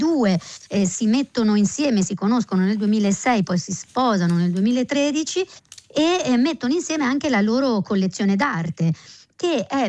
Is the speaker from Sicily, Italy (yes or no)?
no; Bologna, Emilia-Romagna, Italy; Io sono pure bolognese